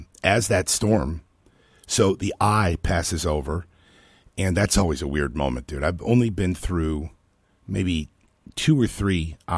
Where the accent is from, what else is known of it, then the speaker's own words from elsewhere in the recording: Florida, United States; I'm from Florida.